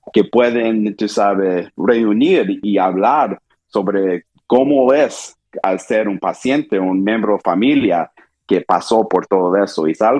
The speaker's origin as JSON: {"language": "Spanish", "region": "Texas", "country": "United States", "tie": "born or raised there", "also_born_or_lived": "Saudi Arabia", "moved": "yes", "said": "Y crecí en el estado de Texas, afuera de Houston."}